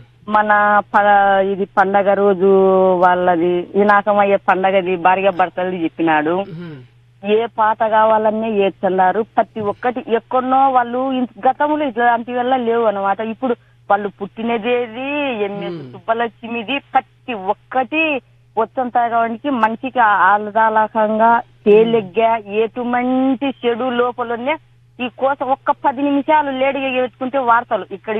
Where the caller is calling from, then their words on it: Rudravaram, Andhra Pradesh, India; మాది ఇక్కడ నంద్యాల జిల్లా మేడం, నా రుద్రవరం